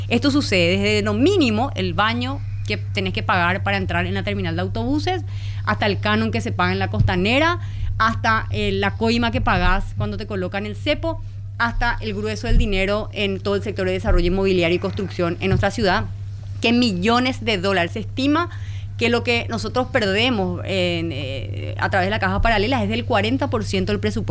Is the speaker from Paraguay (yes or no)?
yes; Asunción, Paraguay; qué relajados que somos los asuncenos